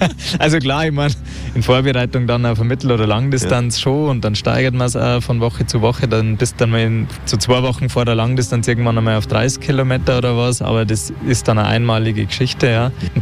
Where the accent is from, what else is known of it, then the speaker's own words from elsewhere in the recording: Bad Tölz, Bavaria, Germany; Ist natürlich auch bei uns in Bad Tölz historisch wahrscheinlich auch bedingt.